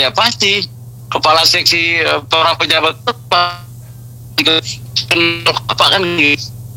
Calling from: Papua, Indonesia; Saya Papua.

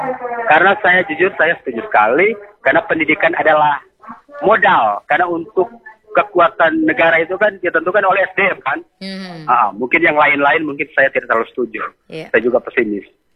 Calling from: Motoling, North Sulawesi, Indonesia; Kita sebagai Minahasa Selatan

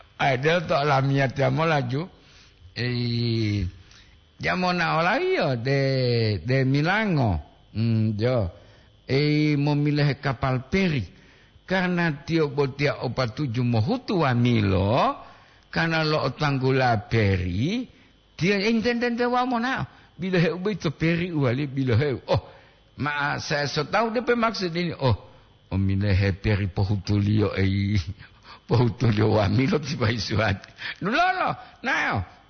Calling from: Bitung, North Sulawesi, Indonesia; Nah, ini gua dari Bitung. Nu bekerja di kapal, Kang.

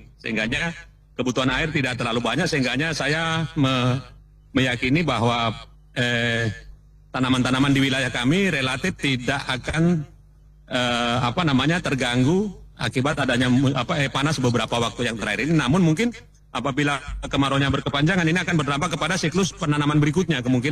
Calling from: Gorontalo, Indonesia; Di daerah saya, di daerah Bolihuto

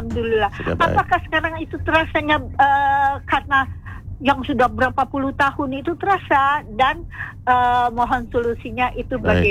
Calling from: Lembang, West Java, Indonesia; kota saya di Lembang itu dingin

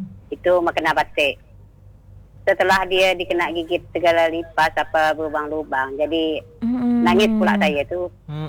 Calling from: Pontianak, West Kalimantan, Indonesia; Dengan Mbok … di Batu Layang.

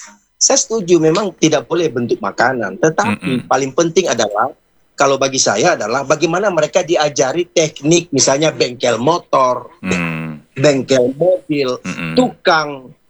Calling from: Bitung, North Sulawesi, Indonesia; Saya Pak … dari Kota Bitung.

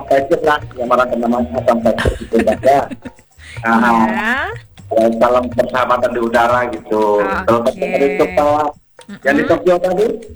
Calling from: North Kalimantan, Indonesia; Dari Bangule, Tanah Tidung, Kalimantan Utara, Mbak.

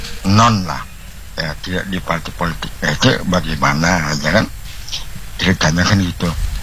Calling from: Samarinda, East Kalimantan, Indonesia; Kebetulan kami orang Palaran, ya kan?

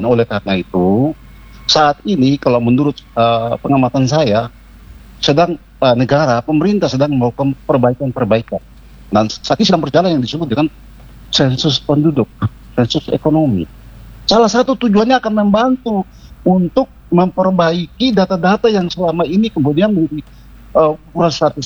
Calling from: Sorong, Southwest Papua, Indonesia; saya ada di Yogyakarta. Saya warga Kota Sorong di kilometer 17.

